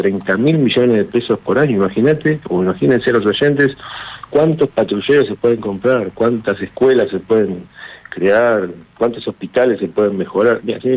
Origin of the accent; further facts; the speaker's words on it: Argentina; nosotros somos argentinos, pagamos los impuestos, nos esforzamos, estudiamos, trabajamos, somos productivos.